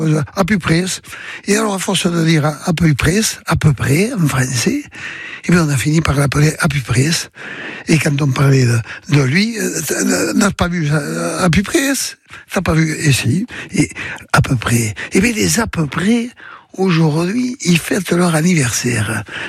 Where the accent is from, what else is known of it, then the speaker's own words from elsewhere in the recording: Gascony, France; une soirée comme on les aime chez nous en Gascogne.